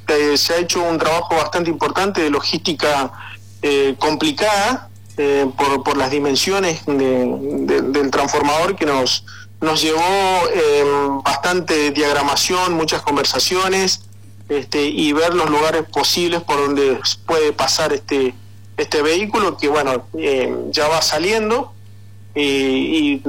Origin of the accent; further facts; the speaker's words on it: Paso de los Libres, Corrientes, Argentina; conterráneo mío, porque los dos somos correntinos, de Paso de los Libres